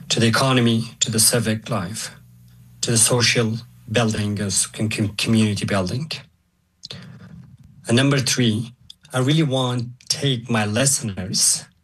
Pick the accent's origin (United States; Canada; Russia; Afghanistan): Afghanistan; Kabul; moved away; If you say I'm from Afghanistan, the perceptions are changed about you.